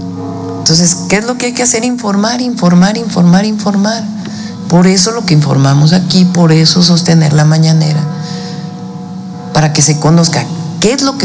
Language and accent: Spanish; Mexico; como mexicanas y mexicanos